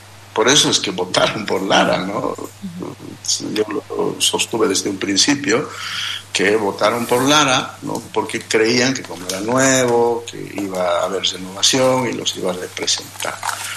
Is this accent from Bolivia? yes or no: yes; Bolivia; tenemos que demostrar como bolivianos que podemos entendernos.